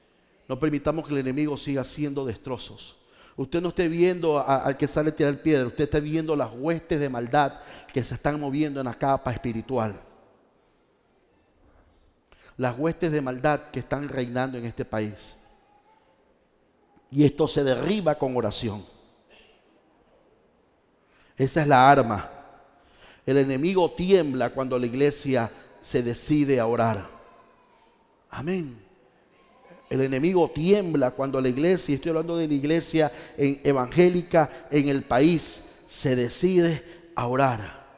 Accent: Ecuador

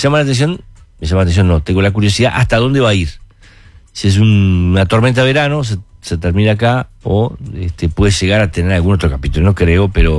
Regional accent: Uruguay; en Uruguay tenemos cierta tendencia

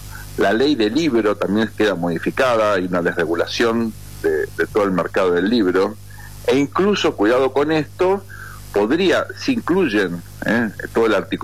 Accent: Buenos Aires, Argentina; lo digo siendo porteño

